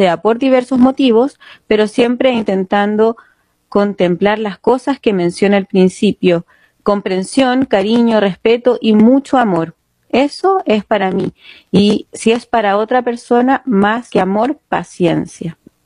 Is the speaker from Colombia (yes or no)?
no; Chile; nosotros como chilenos y chilenas